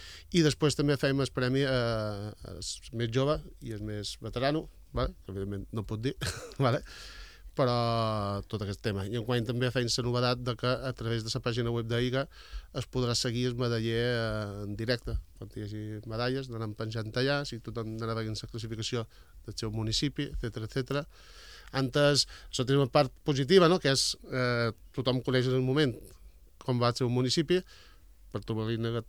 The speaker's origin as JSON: {"language": "Catalan", "area": "Menorca", "region": "Balearic Islands", "country": "Spain", "said": "aquí som tots menorquins"}